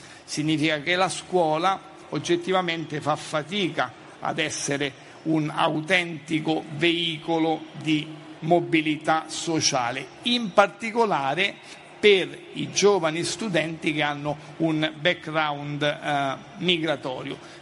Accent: Rome, Lazio, Italy; io provengo da Roma

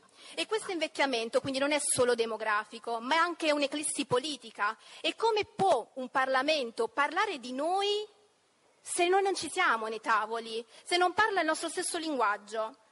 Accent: Belvedere Marittimo, Calabria, Italy; vengo da Belvedere Marittimo in provincia di Cosenza.

